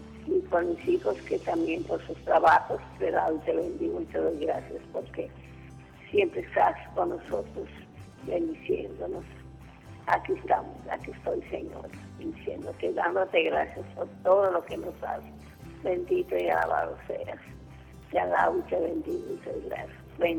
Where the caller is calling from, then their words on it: Sinaloa, Mexico; De aquí, de Sinaloa.